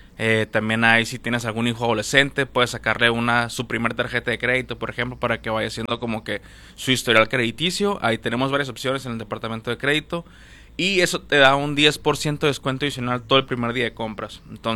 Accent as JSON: {"language": "Spanish", "country": "Mexico", "said": "como buenos mexicanos, es de que voy mañana"}